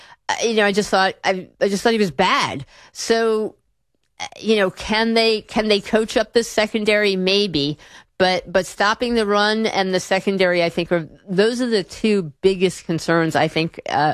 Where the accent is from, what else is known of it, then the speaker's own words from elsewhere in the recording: New York, United States; I grew up in Rockland County, and my dad.